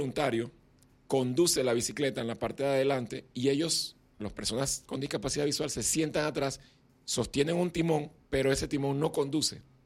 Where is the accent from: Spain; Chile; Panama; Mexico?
Panama; ahora nos toca una tarea como panameños.